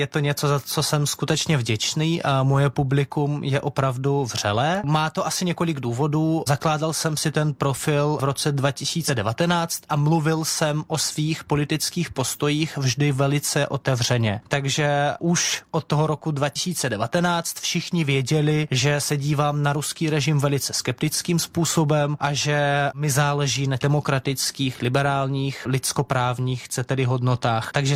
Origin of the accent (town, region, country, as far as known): Russia; Czech is a second language; now in Czech Republic